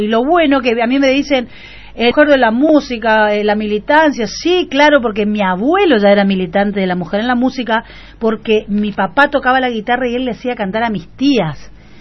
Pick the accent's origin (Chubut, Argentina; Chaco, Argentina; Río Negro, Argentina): Chaco, Argentina; Villa Prosperidad; Acá yo soy de Villa Prosperidad y pasé y toqué bocina